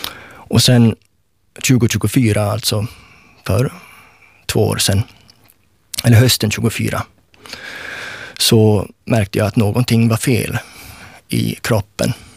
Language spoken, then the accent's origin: Swedish; Sweden; accent: Rikssvenska; now in Finland; och när jag talar så finns det rikssvenska betoningarna kvar, som ibland också sipprar lite mot det finlandssvenska.